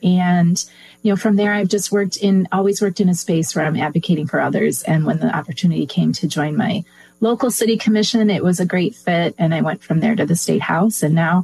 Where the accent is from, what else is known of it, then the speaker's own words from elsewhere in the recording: Michigan, United States; So I grew up in West Michigan, you know, typical blue collar family.